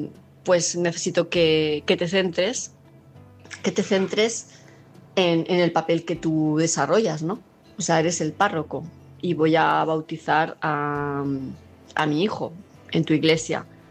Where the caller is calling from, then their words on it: Palma de Mallorca, Balearic Islands, Spain; de Palma de Mallorca